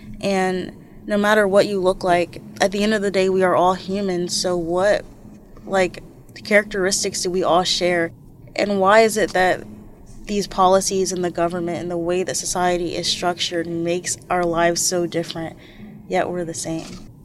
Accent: United States; born there; And I'm a high school student at City High, and although I was born in the United States

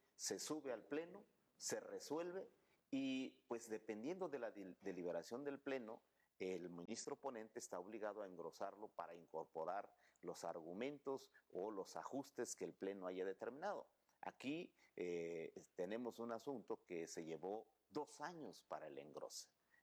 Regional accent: Mexico

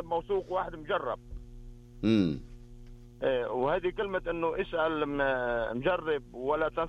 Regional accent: Lebanon; أنا لبناني.

